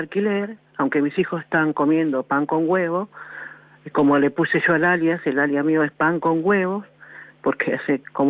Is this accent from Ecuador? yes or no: no; Villa Rosa, Buenos Aires Province, Argentina; Yo acá de Villa Rosa soy.